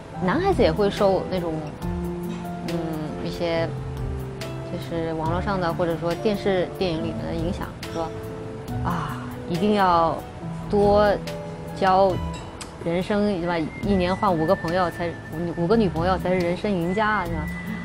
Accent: Chongqing, China; now in Shanghai, China; 因为在我家乡重庆，我们是穿泳衣的。然后我到了上海来，我第一次跟朋友去泡温泉，我穿了泳装

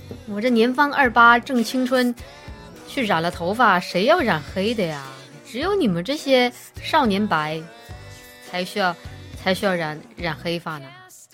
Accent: China; 我家乡川渝地区

